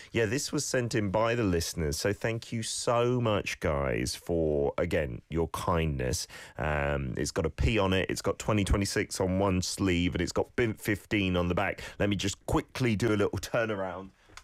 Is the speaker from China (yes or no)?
no; United Kingdom; now in South Korea; than in my home country of the UK.